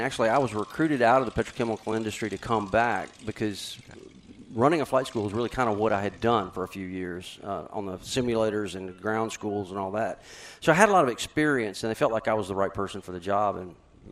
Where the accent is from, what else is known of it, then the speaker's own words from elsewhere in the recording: Louisiana, United States; I'm from Louisiana, so that's kind of an interesting mix.